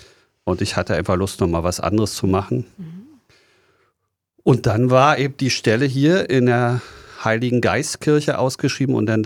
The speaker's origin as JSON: {"language": "German", "region": "Berlin", "country": "Germany", "tie": "born or raised there", "also_born_or_lived": "Wokuhl, Mecklenburg", "moved": "as an adult", "lives_now": "Rostock, Germany", "said": "Früher, so am Anfang, war ich in einem ziemlich großen Dorf. Also da komme ich her, aus Berlin, aus dem Prenzlauer Berg. Da bin ich groß geworden."}